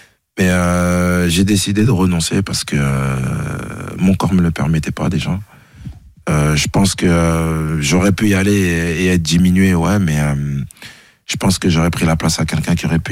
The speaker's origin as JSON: {"language": "French", "town": "Paris", "region": "Île-de-France", "country": "France", "said": "En tant que Parisien et Titi Parisien"}